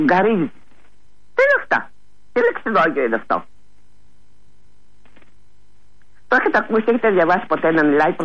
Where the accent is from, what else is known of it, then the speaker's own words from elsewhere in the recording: Gargalianoi, Peloponnese, Greece; Δηλαδή στην πατρίδα μου στου Γαργαλιάδου λένε οι προηγούμενοι από μένα που μου τα μετέφεραν οι γιαγιάδες και οι παππούδες.